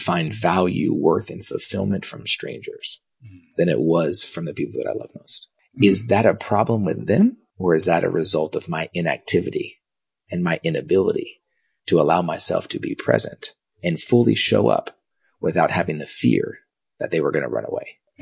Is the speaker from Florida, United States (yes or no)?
no; Dallas, Texas, United States; also born or lived in Kansas